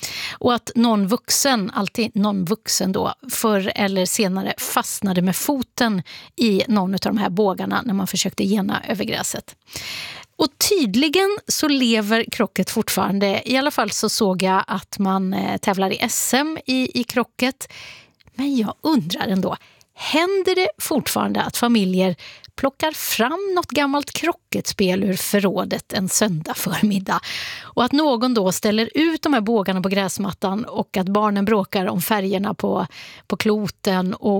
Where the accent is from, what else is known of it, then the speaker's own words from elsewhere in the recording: Borås, Västra Götaland County, Sweden; då liksom kastades jag tillbaka till barndomen hemma i Borås.